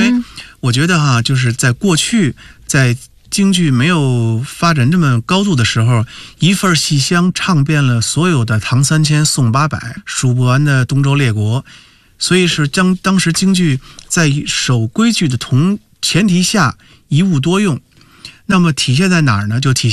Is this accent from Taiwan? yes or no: no; Beijing, China; 我们北京话叫杂巴凑在一块儿